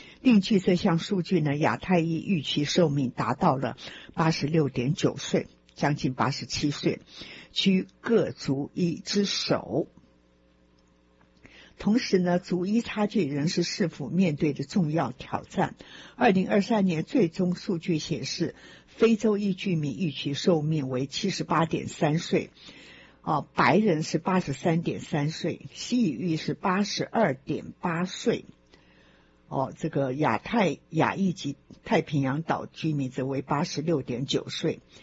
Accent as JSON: {"language": "Chinese", "country": "Taiwan", "lives_now": "New York, United States", "said": "对我来讲呢，我从台湾来说，我觉得好像是没有非常严重的事情呢"}